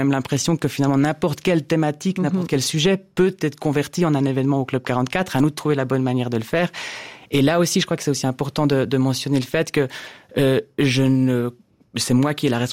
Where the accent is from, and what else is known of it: Mettembert, Jura, Switzerland; born or raised there; moved away as an adult